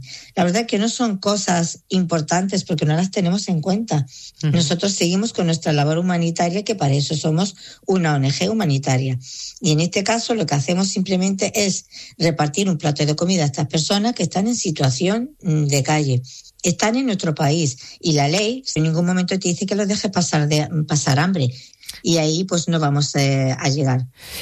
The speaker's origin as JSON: {"language": "Spanish", "region": "Ceuta", "country": "Spain", "said": "Aquí hay que dejar claro que musulmanes ceutíes somos tan españoles como el que más y somos tan patriotas con el que más."}